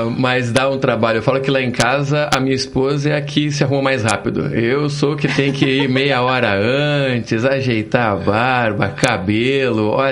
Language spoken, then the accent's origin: Portuguese; Curitiba, Paraná, Brazil; born there; Sou curitibano